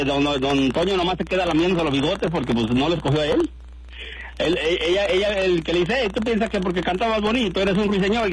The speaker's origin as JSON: {"language": "Spanish", "region": "Guerrero", "country": "Mexico"}